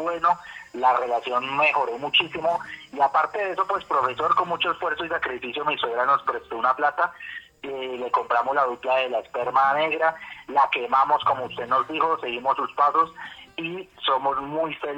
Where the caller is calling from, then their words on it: Santa Rosa de Osos, Antioquia, Colombia; De aquí de Santa Rosa de Osos